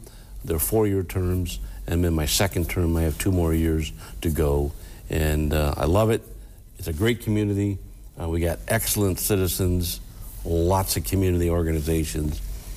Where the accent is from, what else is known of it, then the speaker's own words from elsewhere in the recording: Toledo, Ohio, United States; So I grew up in West Toledo. Mancy's Restaurant was my local neighborhood, if you will, and grew up on Berkeley Drive, St. Agnes Parish.